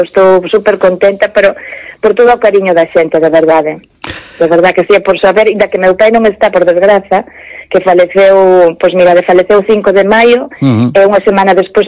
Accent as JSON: {"language": "Galician", "town": "Piñor", "region": "Galicia", "country": "Spain", "said": "de Barrán, de Piñor, que é donde son eu"}